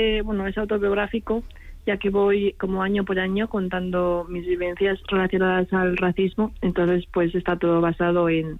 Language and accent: Spanish; Barakaldo, Basque Country, Spain; es verdad que gran parte de mi vida la he hecho de lo que es Baracaldo en el centro, entonces, pues bueno, no soy tanto de Gurutzeta